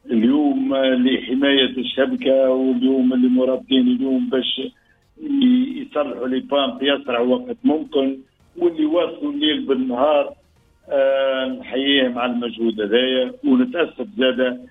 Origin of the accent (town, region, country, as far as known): Tunisia